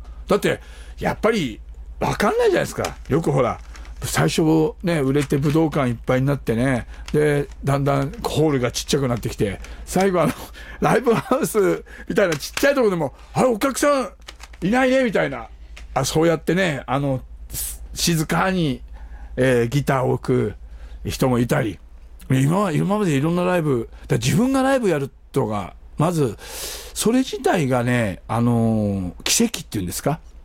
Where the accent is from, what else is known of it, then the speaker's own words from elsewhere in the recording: Hokkaido, Japan; この地元北海道の札幌や、また栗山やね